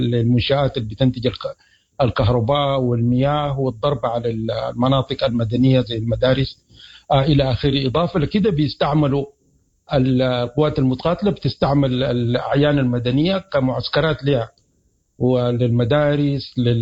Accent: Sudan; من حقنا كسودانيين أنه نفتخر ونحن رافعين رأسنا فوق

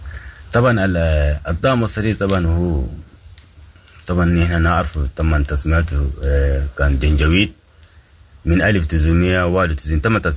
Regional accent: Sudan; نعم نحن قاعدين نتعبوا كسودانيين وفقدنا الوطن

